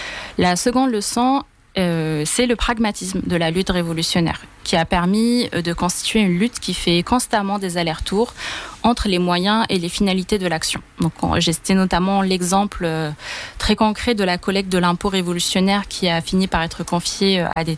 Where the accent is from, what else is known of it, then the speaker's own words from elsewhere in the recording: Algeria; en tant qu'Algérien, on a vraiment grandi avec la lutte du palestinien